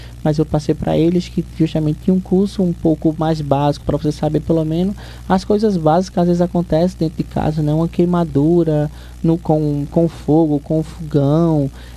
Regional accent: Brazil; born there; moved away; Estava tendo as festividades lá da minha terra, né? Vila do Poço Fundo, o padroeiro Santo Antônio.

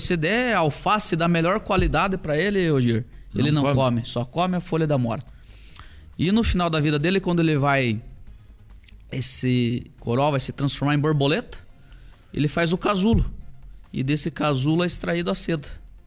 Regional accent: Turvo, Paraná, Brazil; Eu que sou lá do interior do Turvo, próximo a Guarapuava ali

